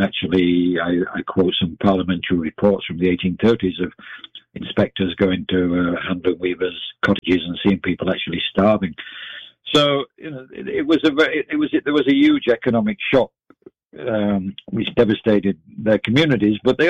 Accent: Leeds, Yorkshire and the Humber, United Kingdom; I grew up in Leeds in Northern England, where the Luddites did attack some factories, woolen factories rather than cotton factories.

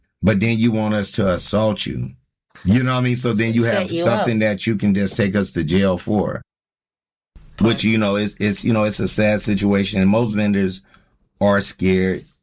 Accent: San Francisco, California, United States; I'm born and raised in San Francisco, Hunters Point.

